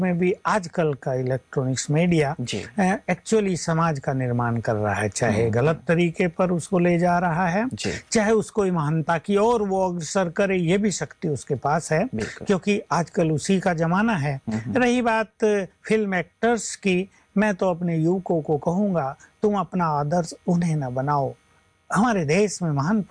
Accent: Uttar Pradesh, India; हम तो यूपी से हैं, वहां की लठमार भाषा और इनकी मधुर भाषा में कितना अंतर है।

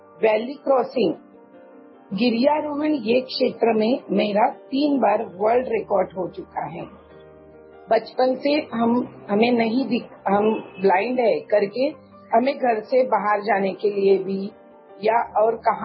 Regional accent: Sarambal, Maharashtra, India; मैं जिस गांव से बिलोंग करती हूँ, मैं सिंधुदुर्ग जिला के सरंबल गांव से बिलोंग करती हूँ, कुडाल तालुका है हमारा

